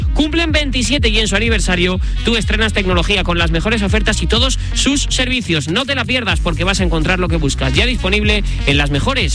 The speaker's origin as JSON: {"language": "Spanish", "town": "Algete", "region": "Community of Madrid", "country": "Spain", "said": "Yo soy de Algete y entonces ahí he jugado muchas veces contra."}